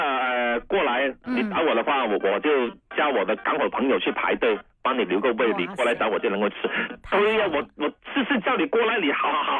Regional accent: Guangdong, China

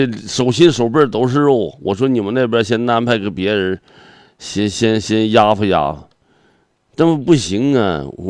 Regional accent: Heilongjiang, China; born there; now in Panjin, China; 黑龙江我老家那边我打电话了，东发乡的，我们村的我们屯的都打电话说你回来吧

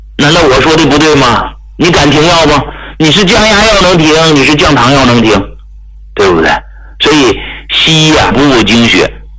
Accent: Hegang, Heilongjiang, China; 所以我到今天我依然没有忘记我是从哪来的。就我这身份证现在仍然是啥呀，黑龙江省鹤岗市的。

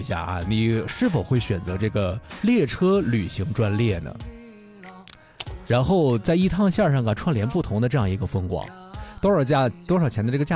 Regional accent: Jilin, China; 我是吉林，我就要吃。我是吉林人，我就会跳二人转吗？

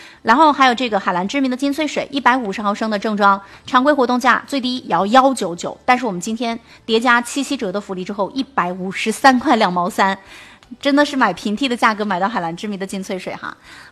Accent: Jiangxi, China

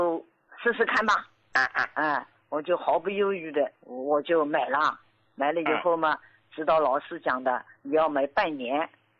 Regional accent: Jiangsu, China; 我今年73岁，我是江苏的。

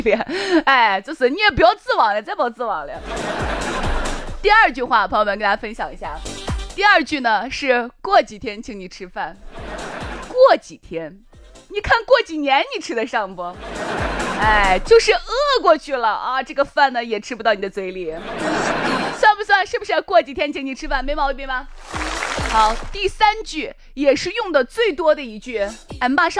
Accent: Shaanxi, China; 咱们陕西人

